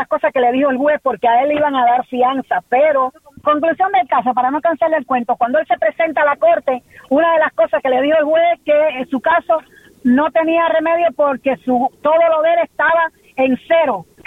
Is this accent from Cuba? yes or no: yes; Cuba; Él nunca le aplicó para el ajuste, porque soy cubana, nunca le aplicó para el ajuste.